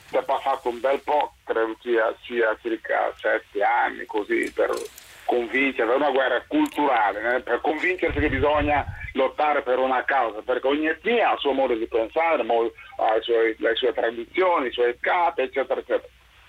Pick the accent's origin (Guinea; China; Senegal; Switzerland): Guinea; nel mio paese, sì, in Guinea, sì.